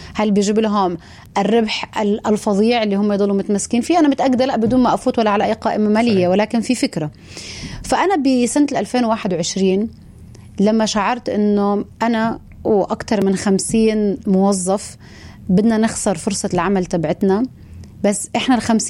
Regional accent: Nablus, West Bank, Palestine; إنه إذا أنا ما نجحت في قلب مدينتي الصغيرة ومن ثم في وطني الكبير لن أنجح في الخارج، وأنا عيوني كانت للعالمية. أنا اليوم زي ما كان في عندي تحدي إنه أنا أرجع أقول إنه لا، المشاريع الناشئة بمدينة نابلس تنجح

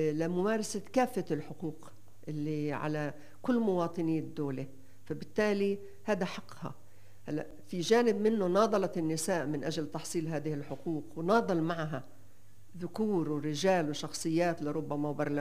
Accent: Nablus, West Bank, Palestine; also born or lived in Haifa; إحنا من نابلس بس هجرنا من حيفا لنابلس

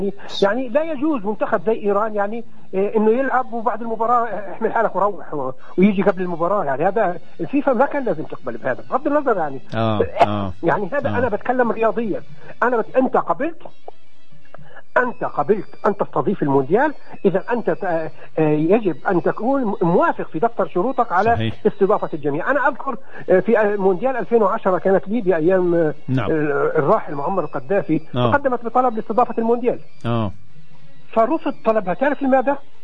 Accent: Palestine; إحنا كفلسطينيين جالسين في بيوتنا الآن

